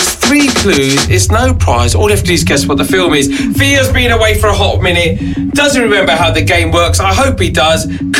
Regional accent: London, United Kingdom; You know us Londoners, right?

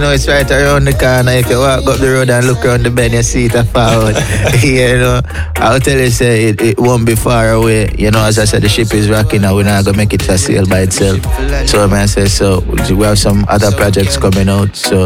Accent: Kingston, Kingston Parish, Jamaica; I'm from Trenchtown community

